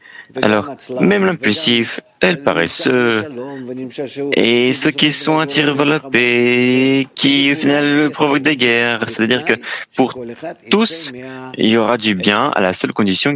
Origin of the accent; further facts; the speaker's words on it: Israel; Je suis d'Israël. Je suis de beaucoup d'années en Israël.